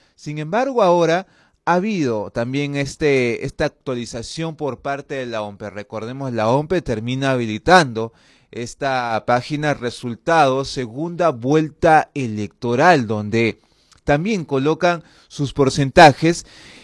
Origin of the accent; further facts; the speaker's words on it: Peru; como toda peruana y peruano